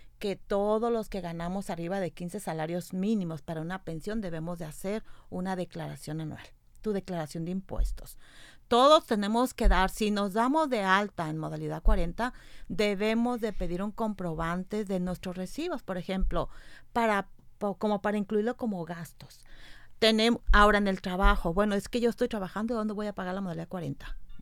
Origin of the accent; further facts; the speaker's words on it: Jalisco, Mexico; now in Sonora, Mexico; Yo soy de Jalisco.